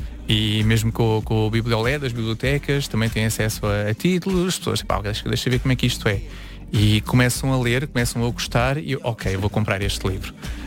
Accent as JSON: {"language": "Portuguese", "town": "Seixal", "region": "Lisbon", "country": "Portugal", "moved": "as an adult", "lives_now": "Almada, Portugal", "said": "eu originalmente sou do Seixal, praticamente vizinho da Almada, mas mudei-me há uns anos para lá."}